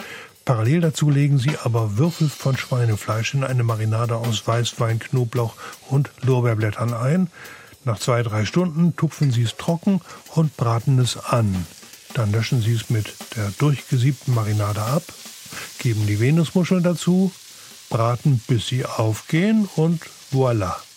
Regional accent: Northern Germany, Germany; als Norddeutsche

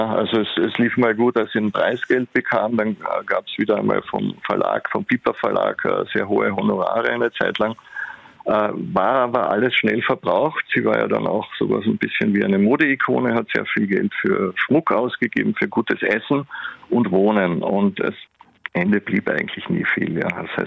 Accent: Klagenfurt, Carinthia, Austria; Die Beschäftigung beginnt eigentlich damit, dass man als Klagenfurter das schon irgendwann immer wieder zu

